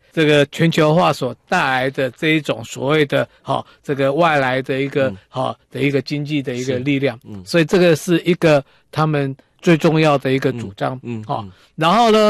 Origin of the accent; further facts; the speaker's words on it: Taiwan; 我们台湾这边